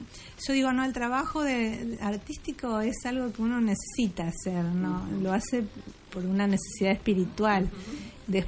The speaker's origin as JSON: {"language": "Spanish", "region": "Entre Ríos", "country": "Argentina", "said": "soy la única de Entre Ríos."}